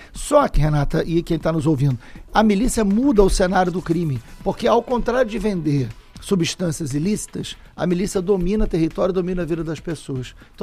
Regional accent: Niterói, Rio de Janeiro, Brazil; also born or lived in São Gonçalo; eu fui um jovem de periferia, né? Nasci em São Gonçalo, fui criado em Niterói, no bairro do Fonseca.

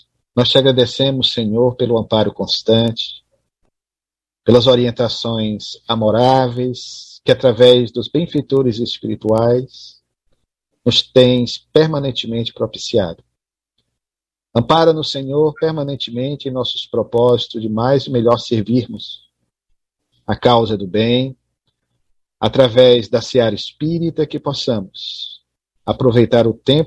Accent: Northeast Region, Brazil; now in Ceará, Brazil; Você que, como eu, é nordestino

